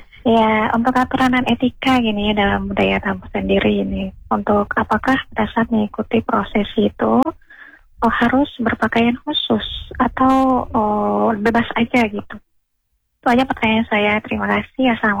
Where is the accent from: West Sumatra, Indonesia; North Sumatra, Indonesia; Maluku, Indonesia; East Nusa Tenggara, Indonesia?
Maluku, Indonesia; Iya, saya dari Maluku Tengah.